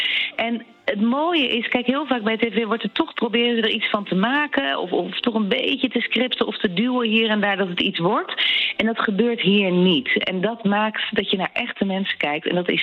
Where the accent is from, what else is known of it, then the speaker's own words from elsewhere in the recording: Schiedam, South Holland, Netherlands; born there; moved away; ik ben opgegroeid in de Westlander in Schiedam